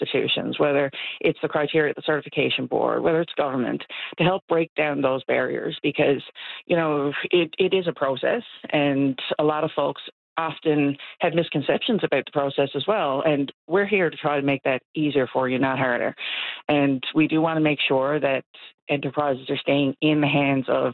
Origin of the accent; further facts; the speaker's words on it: Bonavista, Newfoundland and Labrador, Canada; I mean, I grew up around Bonavista, and to see the amount of families that left and just never came back.